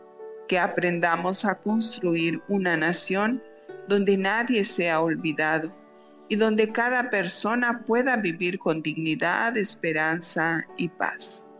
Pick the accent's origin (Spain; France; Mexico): Mexico